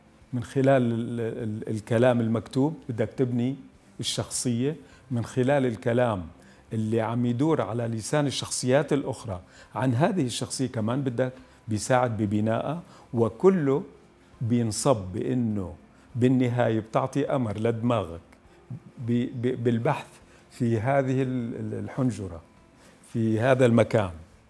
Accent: Quneitra Governorate, Syria; now in Damascus, Syria; النشاه بتعرف هي بقريه بمنطقه البطيحه. هاي القريه لهجتنا هي موجوده بين فلسطين، جنوب لبنان، درعا والجانب السوري

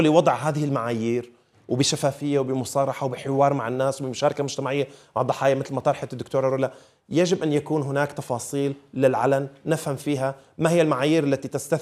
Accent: Syria; وحقيقة كسوريين عشنا بسوريا وبنعرف سوريا وحبسنا

